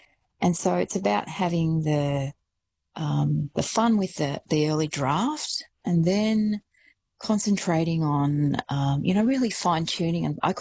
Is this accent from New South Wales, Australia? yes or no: no; Shepparton, Victoria, Australia; I had a writing workshop up in my hometown of Shepparton only a few weeks ago